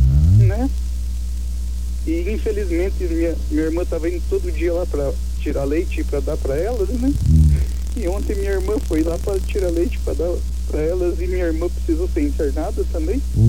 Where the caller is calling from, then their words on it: Curitiba, Paraná, Brazil; Sou de Curitiba.